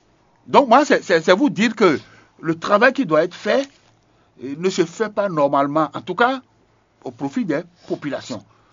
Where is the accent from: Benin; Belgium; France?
Benin; Et c'est pareil, même chez nous, chez moi au Bénin.